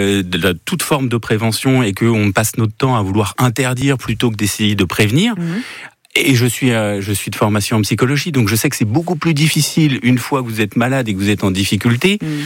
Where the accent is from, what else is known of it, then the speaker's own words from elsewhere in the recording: France; Ah mais moi, je suis un Français